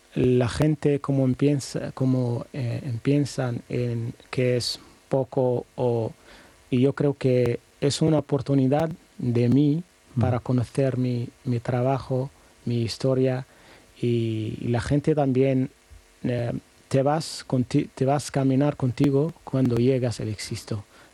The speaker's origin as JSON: {"language": "Spanish", "country": "Western Sahara", "second_language": "Spanish", "said": "es mi responsabilidad como saharaui y como personas también que ha estudiado y querías que cambiara algo en su país, en los campamentos donde viví miles de personas refugiados"}